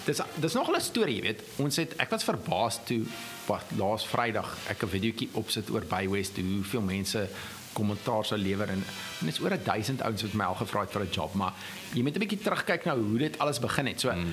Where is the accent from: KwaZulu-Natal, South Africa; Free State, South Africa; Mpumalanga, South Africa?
KwaZulu-Natal, South Africa; moved away as an adult; also born or lived in Stellenbosch; ek groot geword op plaas in Natal en my ma was Afrikaans. So, en Stellenbosch geswat, toe weer bloem